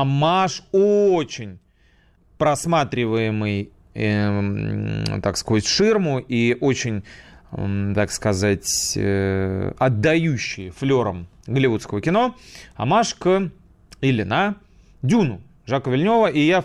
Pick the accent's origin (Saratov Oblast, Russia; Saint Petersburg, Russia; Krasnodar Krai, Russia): Saint Petersburg, Russia; now in Moscow, Russia; Я, например, из Санкт-Петербурга сюда был перевезен, ну, еще во времена Ленинграда, давным-давно.